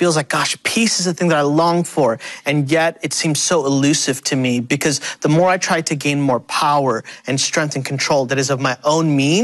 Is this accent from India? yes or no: yes; India; So I'm Indian. My grandparents are missionaries in India.